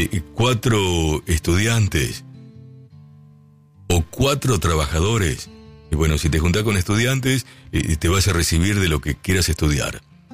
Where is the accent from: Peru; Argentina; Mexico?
Argentina; Lincoln, Buenos Aires Province; now in Buenos Aires, Argentina; Yo cuando salí de mi ciudad de Lincoln, ya que está escuchando allí el amigo Carlitos, mi viejo me dijo, mirá, te voy a desear lo mejor, ya que te vayas a la ciudad de Buenos Aires, son 320 kilómetros de Lincoln a esta capital